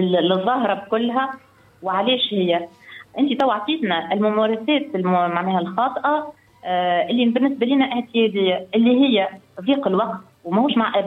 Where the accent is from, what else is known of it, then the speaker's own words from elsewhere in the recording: Bizerte, Bizerte Governorate, Tunisia; رحنا عندنا في بنزرت عندنا ظاهره بنزرت تمشي